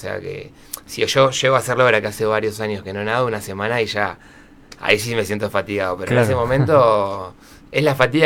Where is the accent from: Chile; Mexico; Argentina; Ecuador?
Argentina; Bahía Blanca, Buenos Aires Province; Yo soy de acá de Bahía, sí.